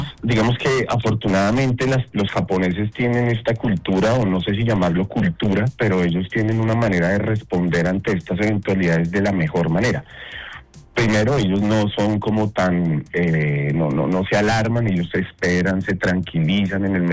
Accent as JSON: {"language": "Spanish", "country": "Colombia", "said": "Hoy no hay nada, hermano. Hoy somos colombianos."}